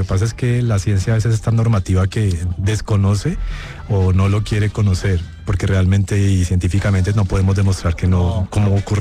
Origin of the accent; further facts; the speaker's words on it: Ginebra, Valle del Cauca, Colombia; moved away as an adult; yo soy del Valle del Cauca, de Ginebra Valle, y yo trabajaba en Cali.